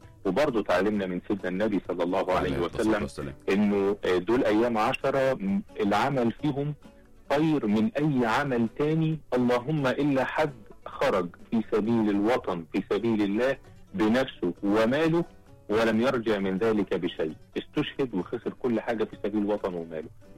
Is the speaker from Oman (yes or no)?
no; Egypt; احنا كمصريين